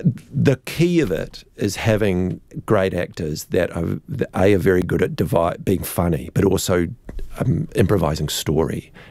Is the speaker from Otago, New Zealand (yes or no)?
yes; Dunedin, Otago, New Zealand; No, love out to people from Christchurch, but I am from Dunedin.